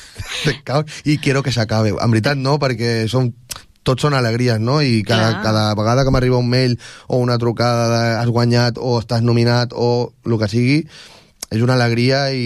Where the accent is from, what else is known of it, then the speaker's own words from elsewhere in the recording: Tordera, Catalonia, Spain; now in Barcelona, Spain; A Barcelona, que és on soc. Soc de Tordera, però de Barcelona, i també els meus estudis els he fet a Barcelona